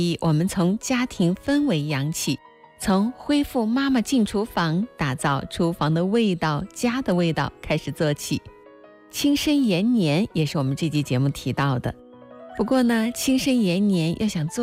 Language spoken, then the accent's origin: Chinese; China; 我们中国人